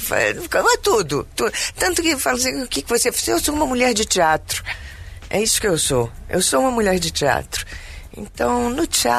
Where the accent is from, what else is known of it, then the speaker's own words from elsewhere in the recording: Rio de Janeiro, Brazil; now in São Paulo, Brazil; Sou natural do Rio de Janeiro.